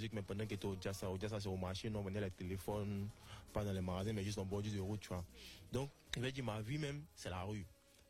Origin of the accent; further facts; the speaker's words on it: Bobo-Dioulasso, Hauts-Bassins, Burkina Faso; Tu vois, moi, j'ai grandi à Bobo. À Bobo, c'est un peu le Bronx, tu vois, c'est un peu le ghetto, tu vois, un peu.